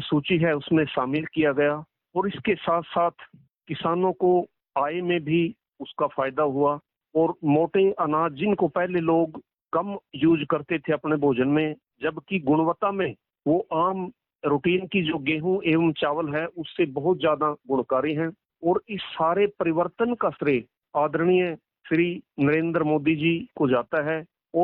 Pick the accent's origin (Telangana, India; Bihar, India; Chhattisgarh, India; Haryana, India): Haryana, India; Sambli; District Karnal, गांव सांबली का रहने वाला हूं और 40 सालों से जो है कृषि कार्य से जुड़ा हुआ हूं।